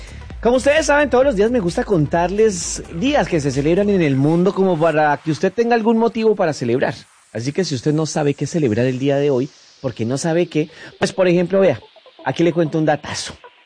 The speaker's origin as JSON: {"language": "Spanish", "region": "Bogotá", "country": "Colombia", "tie": "born or raised there", "said": "en mi ciudad natal, en Bogotá"}